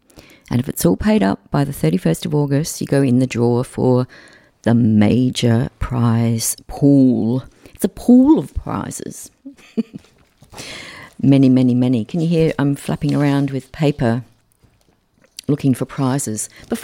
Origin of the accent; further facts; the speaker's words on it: Australia; but I'm saying Mums because I am Australian.